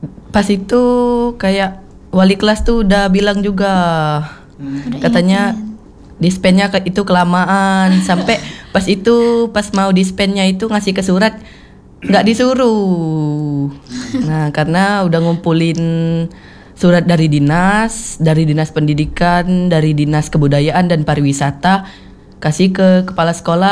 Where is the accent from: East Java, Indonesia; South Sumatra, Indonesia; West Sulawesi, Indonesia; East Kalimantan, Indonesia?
South Sumatra, Indonesia; Riding; Desa Riding, Kecamatan Pangkalan Lampam.